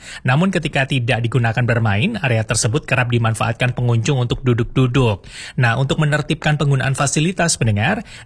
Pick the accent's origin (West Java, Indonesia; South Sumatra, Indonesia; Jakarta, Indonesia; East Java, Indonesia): East Java, Indonesia; Malang; kita sebagai warga Kota Malang